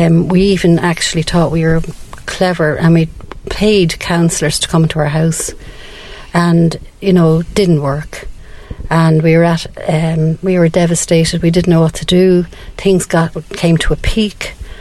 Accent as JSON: {"language": "English", "town": "Dublin", "region": "Leinster", "country": "Ireland", "said": "I'm from Dublin. And I'm a parent of a child who was into addiction."}